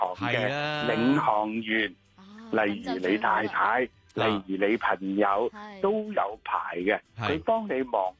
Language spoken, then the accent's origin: Cantonese; Hong Kong; 呢一個咧係我哋港人嘅一個弱點